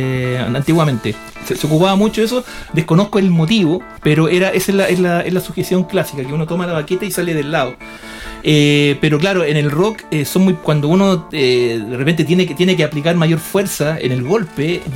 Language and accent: Spanish; Vallenar, Atacama, Chile; yo soy de Vallenar